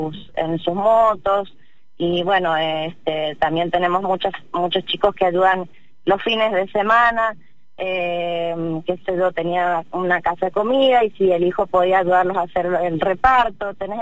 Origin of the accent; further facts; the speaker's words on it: Tupungato, Mendoza, Argentina; yo vengo de Tupungato